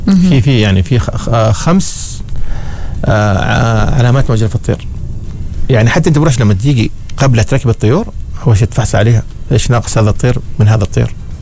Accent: Oman; نحن عندنا في عمان

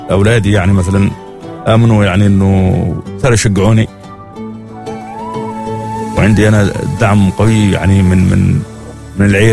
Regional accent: Oman

